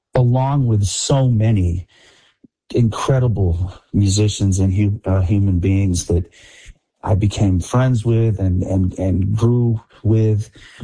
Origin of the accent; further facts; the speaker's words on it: Binghamton, New York, United States; moved away; I grew up in Binghamton, New York, upstate New York.